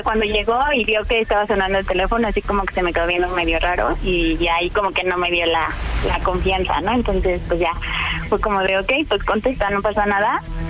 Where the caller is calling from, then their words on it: Mexico City, Mexico; Tengo 26 años. Soy de aquí, de la Ciudad de México, de Iztapalapa.